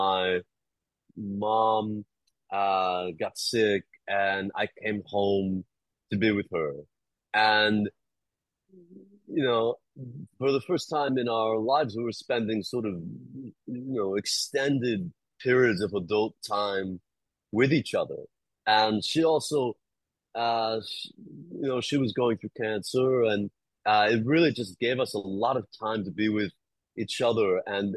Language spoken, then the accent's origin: English; New York, United States; I grew up in the Hudson Valley, grew up house in the woods